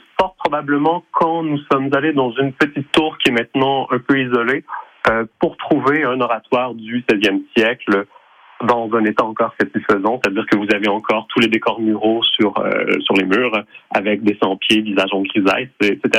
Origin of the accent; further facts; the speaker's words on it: Montreal, Quebec, Canada; moved away as an adult; now in Auvergne, France; Oui, je suis Montréalais d'origine.